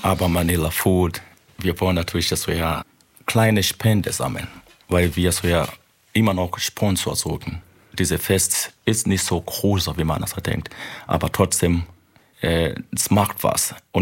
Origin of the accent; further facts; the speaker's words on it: Chemnitz, Saxony, Germany; Wir kommen aus Chemnitz, Karl-Marx-Stadt.